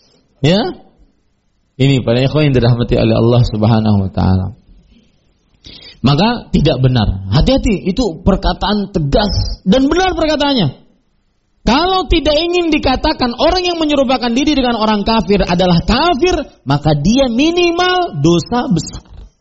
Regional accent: Banjar, South Kalimantan, Indonesia; Kita orang Banjar ke Jawa.

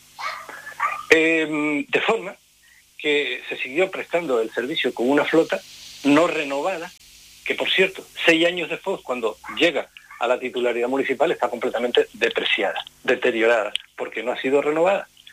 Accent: San Cristóbal de La Laguna, Canary Islands, Spain; yo soy lagunero. Tan sencillo como eso. Soy hijo de la Laguna

